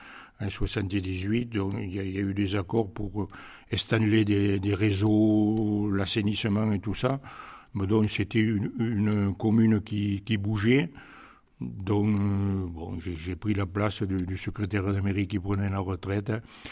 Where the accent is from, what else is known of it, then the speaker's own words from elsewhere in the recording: Avène, Occitanie, France; je suis originaire d'Avesnes, donc je resterai tout le temps sur Avesnes